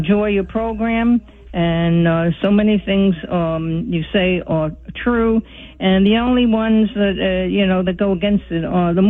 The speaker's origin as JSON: {"language": "English", "town": "Brooklyn", "region": "New York", "country": "United States", "tie": "born or raised there", "said": "Well, I grew up in Brooklyn, New York."}